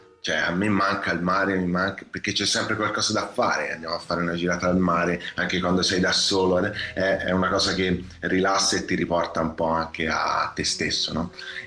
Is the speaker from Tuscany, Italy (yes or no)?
yes; Cecina, Tuscany, Italy; born there; now in Vico Pisano, Italy; io sono nato a Cecina, che è una città, diciamo, di mare, e ora sto a Pisa, cioè a Vico Pisano